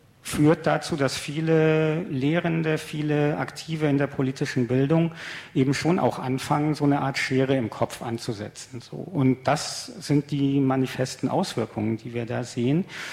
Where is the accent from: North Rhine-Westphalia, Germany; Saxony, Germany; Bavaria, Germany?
North Rhine-Westphalia, Germany; Münster; Also ich komme ja aus Münster und Münster rühmt sich ja oder ist auch immer wieder in den Medien mit dem Hinweis